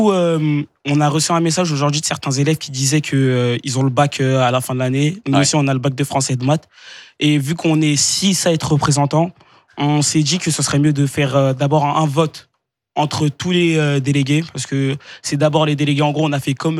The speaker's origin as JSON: {"language": "French", "country": "France", "said": "Et excusez-moi, mais je pense que je suis un Français classique."}